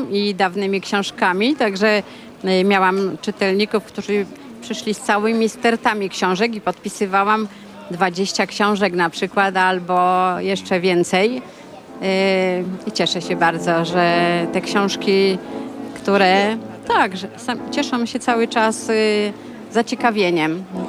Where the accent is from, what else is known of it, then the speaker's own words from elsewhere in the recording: Łódź, Łódź Voivodeship, Poland; No ja jestem łodzianką